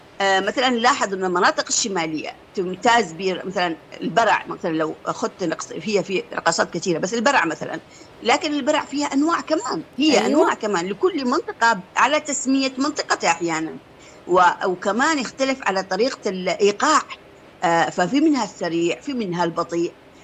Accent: Yemen

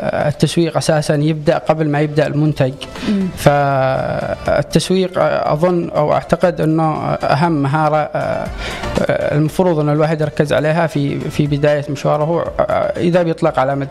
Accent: Aden, Yemen; عندنا في عدن أو في اليمن بشكل عام

